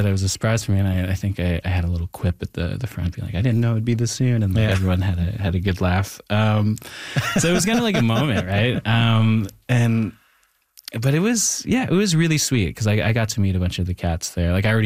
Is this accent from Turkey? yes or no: no; Thunder Bay, Ontario, Canada; growing up in Thunder Bay, where like, you know, it. There is like, you know, a lot of tensions between the Indigenous and non-Indigenous communities up there.